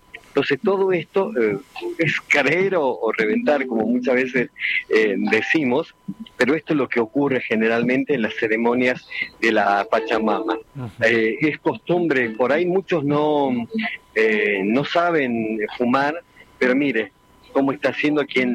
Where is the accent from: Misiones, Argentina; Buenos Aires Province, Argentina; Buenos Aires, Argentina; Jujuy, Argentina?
Jujuy, Argentina; La Quiaca; moved away; yo soy de La Puna y muchos de las generaciones que vinieron después que yo me fui de La Quiaca